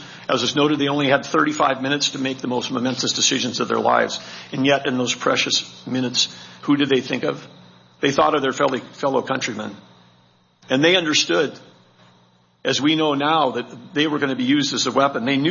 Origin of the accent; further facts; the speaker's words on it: North Dakota, United States; I'm from North Dakota